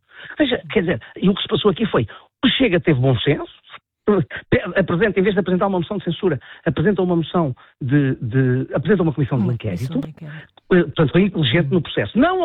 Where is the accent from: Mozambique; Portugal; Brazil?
Portugal; eu, como português